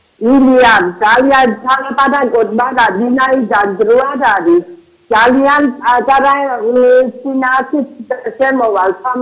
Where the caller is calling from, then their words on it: Abkhazia, Georgia; აფხაზეთიდან ვარ, სვადასოლის აფხაზეთიდან.